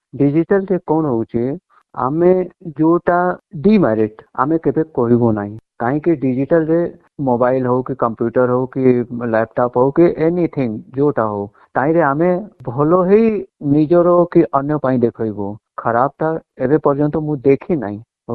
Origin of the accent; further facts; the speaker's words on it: Prayagraj, Uttar Pradesh, India; ଆମର ଜନ୍ମସ୍ଥାନ ଅଛି ଆହ୍ଲାବାଦ ପ୍ରୟାଗରାଜ ଆଜି ପ୍ରୟାଗରାଜ ତାକୁ କୁହାଯାଉଛି। ତ ଗଙ୍ଗା କିନାରେ ମୋର ଜନ୍ମସ୍ଥଳୀ